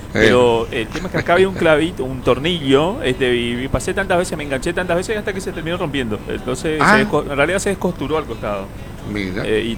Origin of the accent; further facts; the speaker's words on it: Argentina; yo como argentino